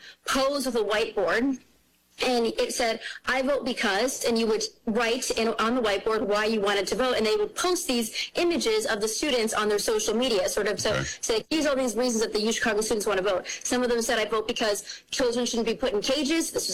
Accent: Wisconsin, United States; my dad at the time was a member of Congress, but it was in Chicago when I was from Wisconsin

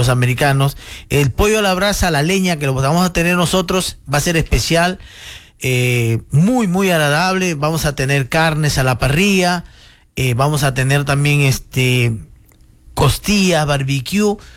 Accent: Peru; moved away as an adult; now in Tyler, Texas, United States

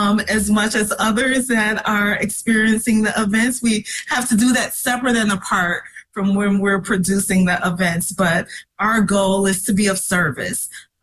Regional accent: Chicago, Illinois, United States; Yeah, you know, having grown up in Chicago, again, I grew up in North Lawndale, I currently live in Austin.

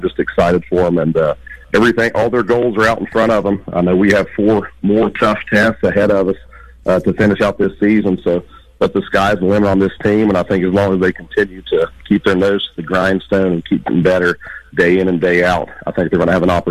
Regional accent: Bolt, West Virginia, United States; I'm from right there in Bolt, foot of Bolt Mountain.

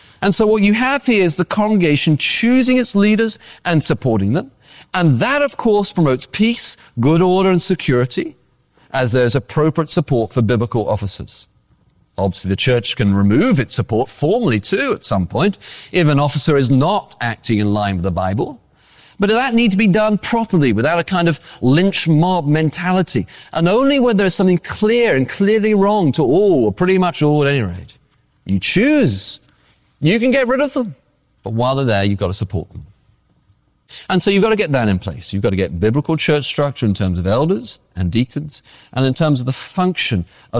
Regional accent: England, United Kingdom; accent: English; moved away; I am English. And I only mention it because I've had a few people tell me recently how much they like my accent.

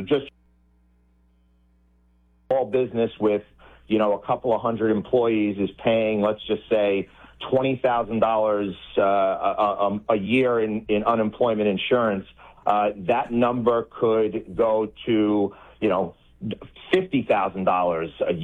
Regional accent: New York, United States; Like I said, my home state of New York, $2 million a day they do pay their bill.

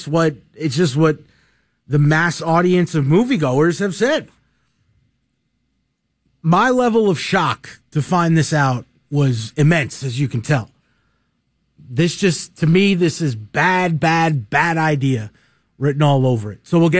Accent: New York, United States; now in Atlanta, United States; 92.9 The Game, my new home in Atlanta, but of course you all know I'm from New York, so I always get the tea and the scuttlebutt what's going on with my teams that I grew up watching.

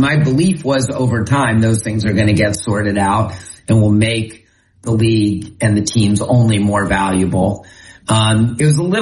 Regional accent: Washington, District of Columbia, United States; born or raised there; moved away; also born or lived in Maryland

